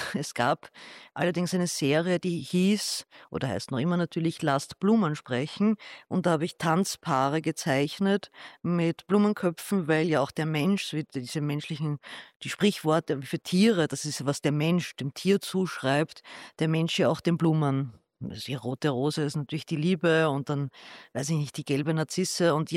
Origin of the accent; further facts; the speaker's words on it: Vienna, Austria; Ich selber bin ja Wienerin, also Josefstädterin und keine Kärntnerin. In mir fließt kein Kärntner Blut